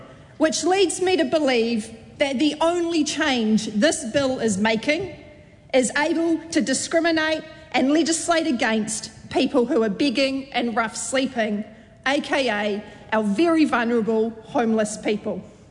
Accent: Hamilton, Waikato, New Zealand; I'm from Hamilton Kirikiriroa.

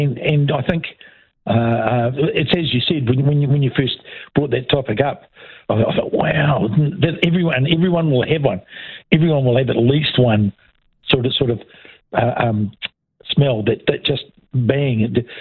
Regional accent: Upper Hutt, Wellington, New Zealand; now in Otago, New Zealand; growing up in Upper Hutt.

